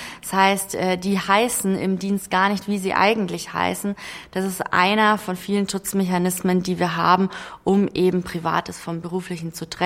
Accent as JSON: {"language": "German", "region": "Bavaria", "country": "Germany", "moved": "as an adult", "lives_now": "Berlin, Germany", "said": "Ich bin nämlich aus Bayern"}